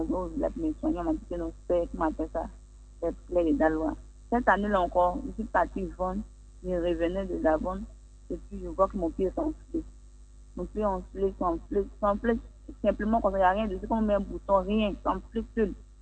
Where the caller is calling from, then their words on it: Bingerville, Abidjan, Côte d’Ivoire; Bengerville.